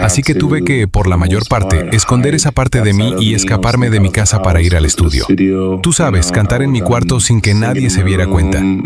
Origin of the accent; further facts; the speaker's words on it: Nigeria; now in Chicago, United States; Soy originalmente de Nigeria. Soy de un hogar nigeriano. El primero de tres hijos.